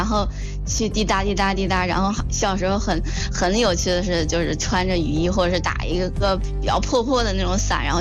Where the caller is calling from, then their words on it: Tangshan, Hebei, China; 我来自河北唐山啊，